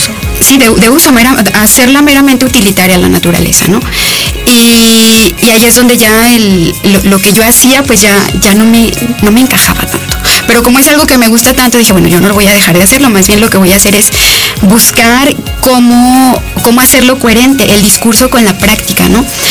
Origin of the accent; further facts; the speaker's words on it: Ojocaliente, Zacatecas, Mexico; now in Aguascalientes, Mexico; yo no soy de Aguascalientes, yo soy de Zacatecas, de un lugar que se llama Ojo Caliente